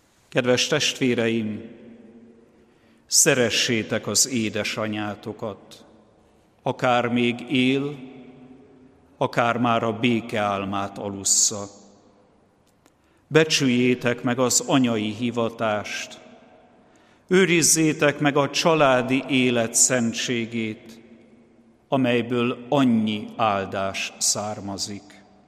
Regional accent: Hungary

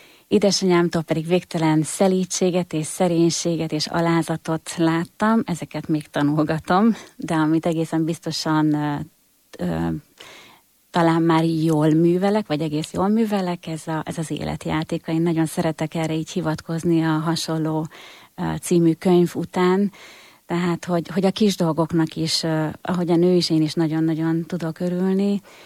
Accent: Debrecen, Hajdú-Bihar, Hungary; born there; Debrecenben születtem, két testvérem van, ők ikrek, és egy nagyon-nagyon szerető családban tudtunk felnőni. A hitbe ugyan később, meg a vallásba is később nőttem, vagy növögetek bele a gyerekeimmel együtt

